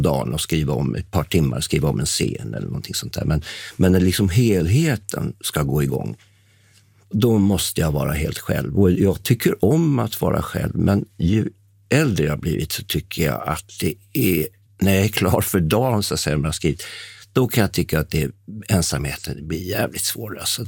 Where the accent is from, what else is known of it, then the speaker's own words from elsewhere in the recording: Täby, Stockholm County, Sweden; also born or lived in Upplands Väsby; Och vi flyttade vår familj från Upplands Väsby där jag trivdes till Täby när jag var 8 år. Och där vantrivdes jag och jag blev mobbad första rasten och slagen och sådär.